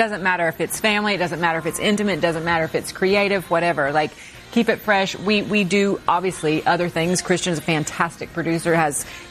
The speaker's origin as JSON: {"language": "English", "region": "Georgia", "country": "United States", "tie": "born or raised there", "said": "I'm from Georgia originally. So we grew up around country"}